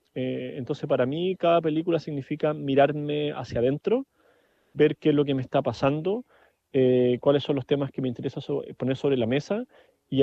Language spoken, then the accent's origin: Spanish; Chile; Yo me siento más que un cineasta chileno, me siento un cineasta latinoamericano